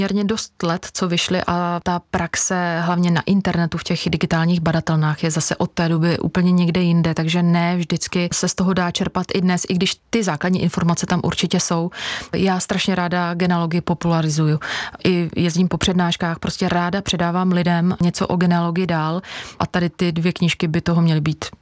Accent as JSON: {"language": "Czech", "town": "Teplice", "region": "Ústí nad Labem Region", "country": "Czechia", "tie": "born there", "also_born_or_lived": "Brno", "moved": "yes", "lives_now": "Unhošť, Czech Republic", "said": "Já jsem se narodila v Teplicích, pak jsem studovala v Brně a nakonec jsem zakotvila v Unhoště. Jsem tam nějakých, tuším, 16 let."}